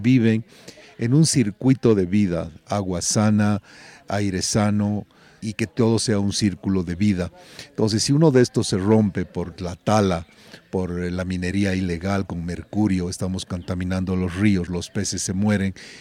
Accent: Bolivia

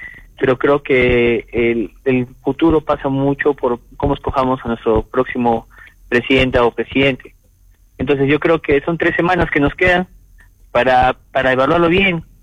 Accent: Peru; somos un pueblo peruano que trabaja, que sale adelante

